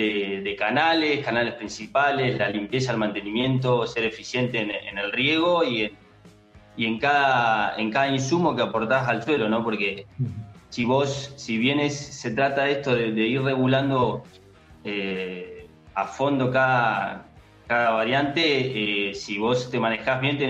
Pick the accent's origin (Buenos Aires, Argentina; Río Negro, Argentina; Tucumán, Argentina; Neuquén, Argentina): Neuquén, Argentina; Añelo; Nosotros somos una familia de Añelo, una familia productora, chacarera. Mi abuelo, imagínate que compró el campo en el año 71, se lo compró a la provincia de Neuquén. Y bueno, a partir de allí que estamos instalados